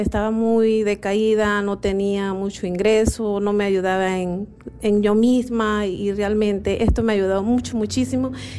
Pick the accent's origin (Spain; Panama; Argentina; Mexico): Panama; Alanje, Chiriquí